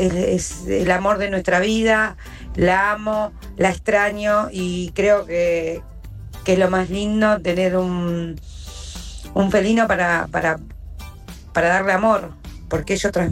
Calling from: Wilde, Buenos Aires Province, Argentina; soy de Wilde.

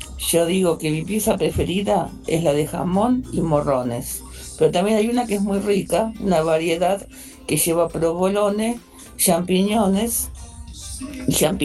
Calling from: Buenos Aires, Argentina; de Lugano

